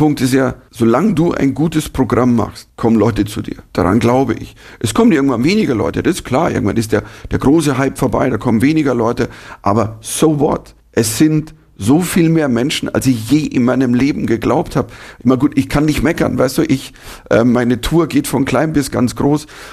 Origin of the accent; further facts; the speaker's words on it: Germany; Du stehst da als Deutscher in Amerika und in Südafrika.